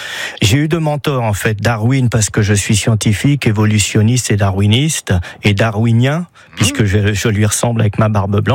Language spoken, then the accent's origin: French; Paris, Île-de-France, France; now in Sarthe, France; je suis pas sartois, je suis parisien d'origine. Et donc, Paris, c'est comme chez moi, c'est la ville que je connais le mieux.